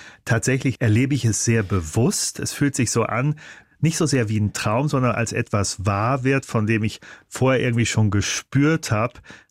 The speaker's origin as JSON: {"language": "German", "region": "North Rhine-Westphalia", "country": "Germany", "tie": "born or raised there", "said": "Ich bin ja auf dem Bauernhof aufgewachsen im Bergischen Land in Nordrhein-Westfalen. Die schönste Kindheit, die man sich vorstellen kann. Traktorfahren, Kartoffelfeuer, Heuernte."}